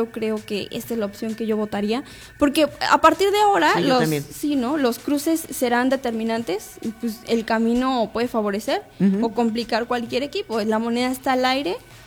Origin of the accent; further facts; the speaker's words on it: Mexico; nosotros como mexicano